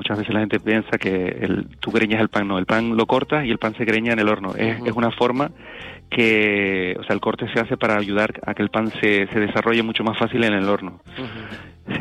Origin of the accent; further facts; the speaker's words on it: Canary Islands, Spain; somos tres canarios que estamos dentro de la élite